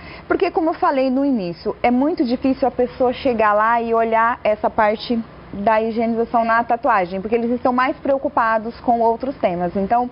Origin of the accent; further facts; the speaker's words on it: Taboão da Serra, São Paulo, Brazil; Eu sou do Taboão da Serra, né?